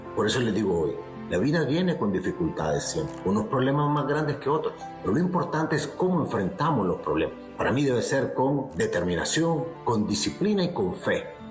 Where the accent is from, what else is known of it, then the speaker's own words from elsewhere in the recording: Honduras; Domingo 26 de julio, ese día, primero Dios, volveré a mi tierra.